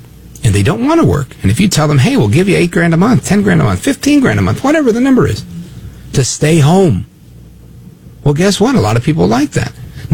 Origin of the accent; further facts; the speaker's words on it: Brooklyn, New York, United States; born there; Shout out to Brooklyn. I was born in Brooklyn, by the way. Brooklyn Jewish Hospital.